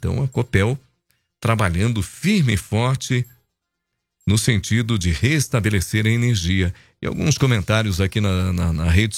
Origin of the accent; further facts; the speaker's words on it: Brazil; e nós somos brasileiros